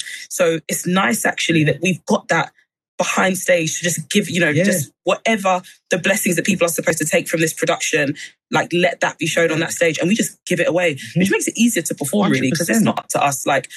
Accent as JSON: {"language": "English", "country": "Nigeria", "said": "So I am a Nigerian. I'm raised as a Nigerian, which means that within our own culture, there is a big influence of culture on the religion."}